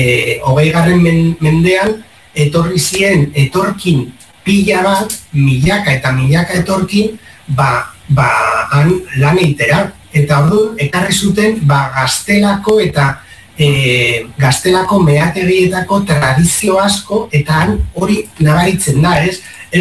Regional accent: San Sebastián, Basque Country, Spain; first language Spanish; Basque is a second language; Ni donostiarra naiz, baino Pasaian eta Uriamendian asko ibili naiz

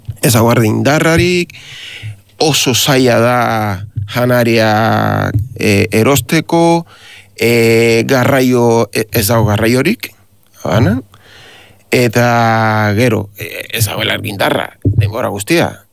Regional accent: Havana, Cuba; Basque is a second language; moved away as an adult; now in Amurrio, Spain; ni 50 urte ditut, jaio nintzen Kuban, noski, eta Habanan jaio nintzen

